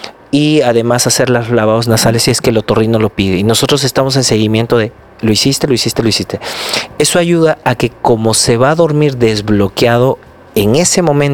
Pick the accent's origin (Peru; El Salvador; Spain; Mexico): Peru; Cajamarca; Yo también soy de Cajamarca.